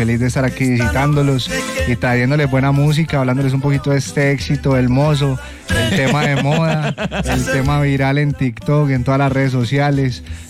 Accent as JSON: {"language": "Spanish", "country": "Colombia", "said": "lo que somos como colombianos"}